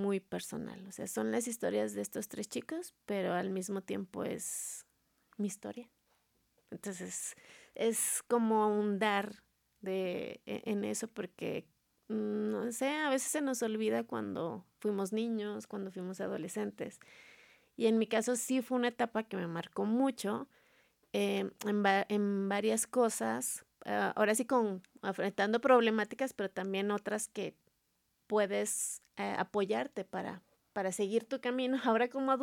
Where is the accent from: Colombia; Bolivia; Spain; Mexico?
Mexico; Zacatecas; somos de Zacatecas, con realizadores zacatecanos